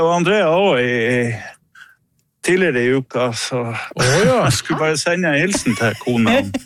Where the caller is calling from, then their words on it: Hammerfest, Finnmark, Norway; nå akkurat landet hjemme I Hammerfest her.